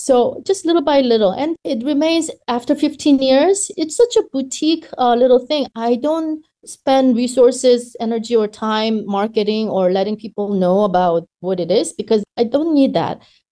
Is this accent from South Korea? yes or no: yes; South Korea; English is a second language; You know, while growing up in Korea, I would read about America, schools like Juilliard and Curtis.